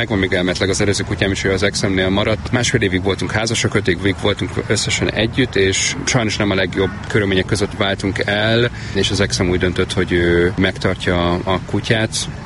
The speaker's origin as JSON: {"language": "Hungarian", "region": "Szabolcs-Szatmár-Bereg", "country": "Hungary", "tie": "born there", "moved": "yes", "said": "Én Szabolcs megyei vagyok eredetileg"}